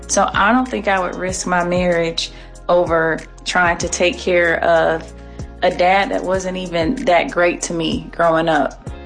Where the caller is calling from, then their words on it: Georgia, United States; from Georgia, and I'm on the side of the husband.